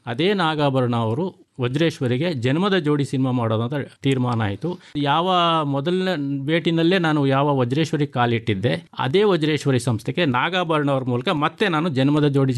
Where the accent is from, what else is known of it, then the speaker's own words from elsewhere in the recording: Megalahundi, Karnataka, India; also born or lived in Mysuru; ಇಲ್ಲಿ ನಾನು ಹುಟ್ಟಿ ಮತ್ತು ಹೈಸ್ಕೂಲ್ ತನಕ, ನನ್ನ ಬಾಲ್ಯದ 13-14 ವರ್ಷಗಳ ತನಕ ನಾನು ಮೇಗಲಹುಂಡಿಯಲ್ಲೇ ಬೆಳೆದೆ. ಅದಾದಮೇಲೆ ನಾನು ಮೈಸೂರಿಗೆ ಬಂದೆ